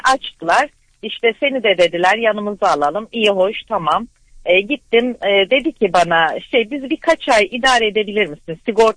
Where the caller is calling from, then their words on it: Ankara, Turkey; Ankara'dan arıyorum.